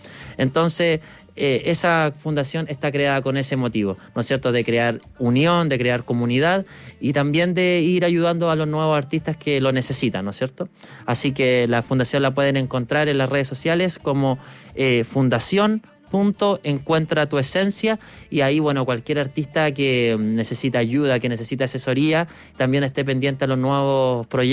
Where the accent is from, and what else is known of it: Curacaví, Santiago Metropolitan Region, Chile; born or raised there